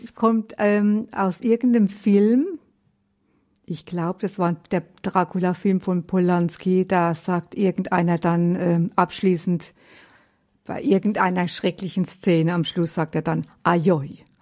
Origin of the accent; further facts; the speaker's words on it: Rhineland-Palatinate, Germany; Ein bisschen was Pfälzisches. Ich bin ja auch Pfälzerin.